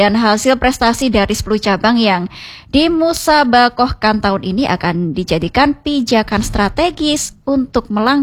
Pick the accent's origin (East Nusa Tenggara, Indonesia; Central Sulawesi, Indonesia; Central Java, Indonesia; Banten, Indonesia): Banten, Indonesia; kita warga Banten ya